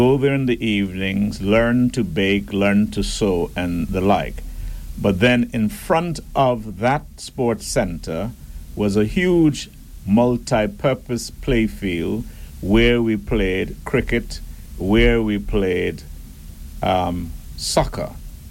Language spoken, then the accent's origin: English; Falmouth, Trelawny, Jamaica; now in Grand Turk, Turks and Caicos Islands; Where I grew up in Falmouth, Jamaica